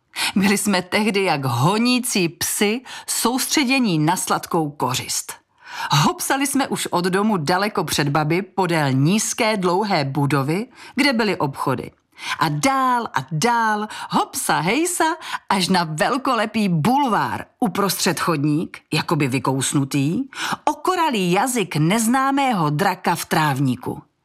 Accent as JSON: {"language": "Czech", "town": "Ostrava", "region": "Moravian-Silesian Region", "country": "Czechia", "tie": "born or raised there", "said": "když jsem byla malá, přišla mi v Porubě zdaleka nejvíc vzrušující Leninka, tedy Leninova třída."}